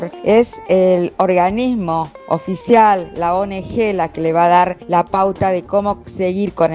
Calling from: Buenos Aires, Argentina; de Palermo.

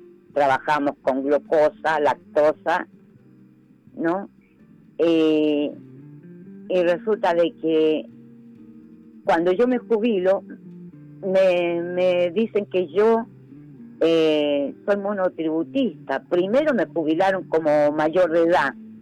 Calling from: Buenos Aires, Argentina; de Caballito.

